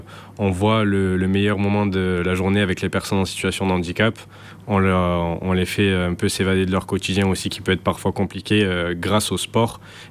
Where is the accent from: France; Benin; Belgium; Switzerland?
France; Sète, Occitanie; born there; j'ai 22 ans, je suis né à Sète